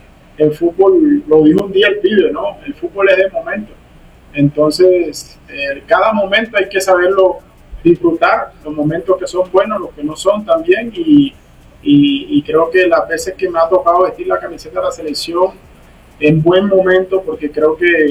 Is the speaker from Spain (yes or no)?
no; Colombia; moved away as an adult; now in Mexico; uno es colombiano. Yo he salido de Colombia y he estado en otros continentes